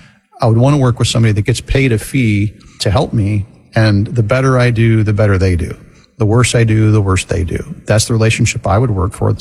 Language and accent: English; Florida, United States; I grew up in Florida.